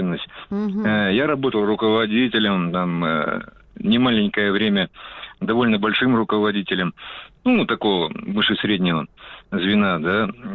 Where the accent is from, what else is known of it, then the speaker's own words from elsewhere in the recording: Irkutsk, Irkutsk Oblast, Russia; Там у нас был более-менее какой-то дресс-код, я из Иркутска, да.